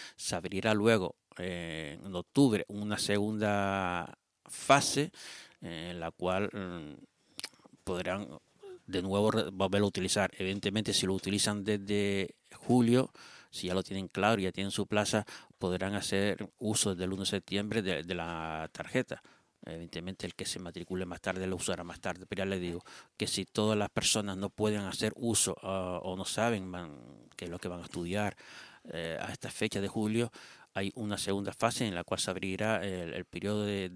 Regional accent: Teror, Canary Islands, Spain; para nosotros, los terorenses.

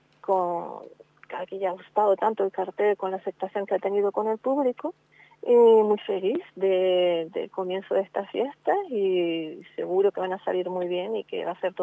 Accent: Teror, Canary Islands, Spain; Orgullo porque soy, como dijiste, de Teror. Teror es mi pueblo, esta es mi fiesta, es tradición, es familia, es lo que vivo desde siempre, lo que seguiré viviendo y lo que viven mis hijas.

